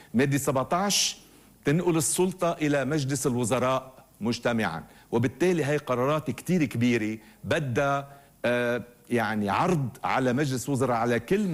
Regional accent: Lebanon; كلنا كلبنانيين

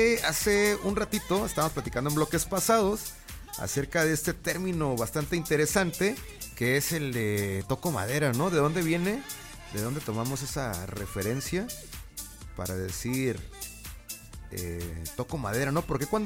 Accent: Mexico; qué hacemos nosotros realmente culturalmente como mexicanos

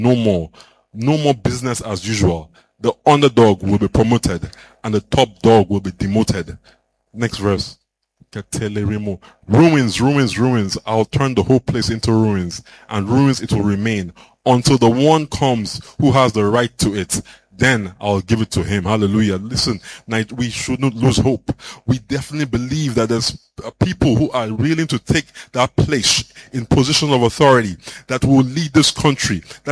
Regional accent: Nigeria

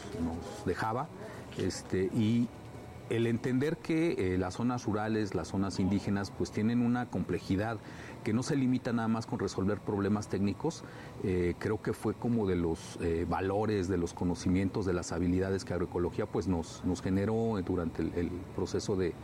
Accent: Mexico City, Mexico; En la Ciudad de México yo pues soy chilango campesinista

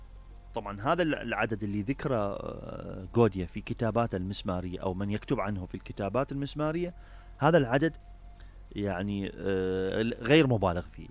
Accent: Iraq; عندنا بالعراق

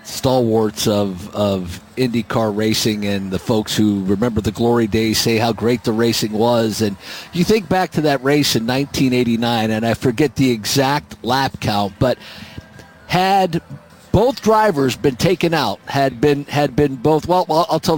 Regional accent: Delphos, Ohio, United States; as a kid growing up in Delphus, Ohio

